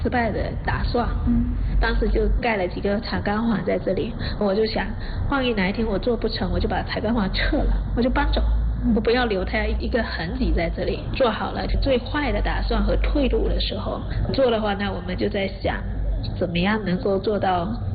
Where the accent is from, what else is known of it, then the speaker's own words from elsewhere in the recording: Fujian, China; 然后而且我从福建来的，很喜欢吃新鲜，不喜欢冰冻的。